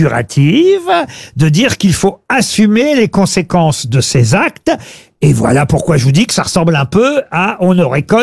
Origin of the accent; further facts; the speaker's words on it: France; chez nous en France